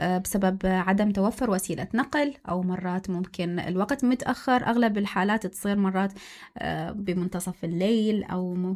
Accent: Iraq; إحنا يعني كمجتمع كعراقيين

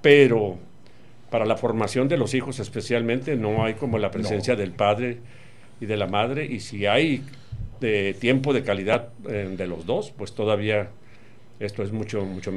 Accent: Tijuana, Baja California, Mexico; somos nosotros, los de Tijuana

